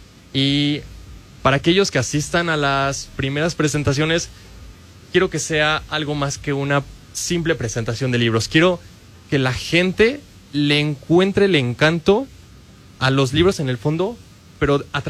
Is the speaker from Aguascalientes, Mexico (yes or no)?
no; Puebla, Mexico; Yo soy de Puebla.